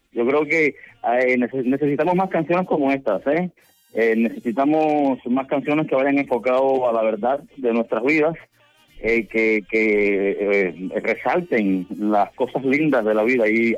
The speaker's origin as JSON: {"language": "Spanish", "country": "Cuba", "said": "Y pues me siento orgullosamente cubano, pero me siento por decisión, pues me siento muy mexicano también."}